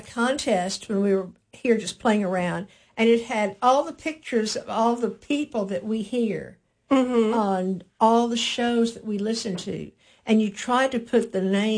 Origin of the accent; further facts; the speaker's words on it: Pine Bluff, Arkansas, United States; Because I'm from Pine Bluff.